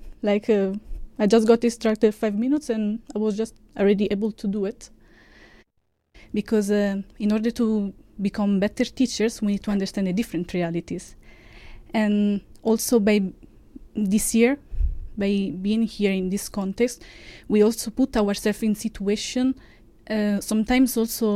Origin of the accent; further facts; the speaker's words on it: Italy; I'm from Italy, and I'm 25 years old.